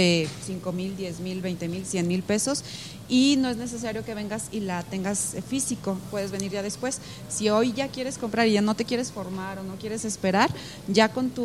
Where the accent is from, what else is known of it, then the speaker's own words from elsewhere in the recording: San José, Zacatecas, Mexico; Yo que soy de San José, espero a todos mis paisanos de ahí